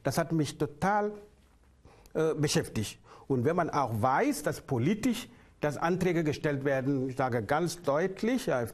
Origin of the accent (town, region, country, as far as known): Senegal; now in Germany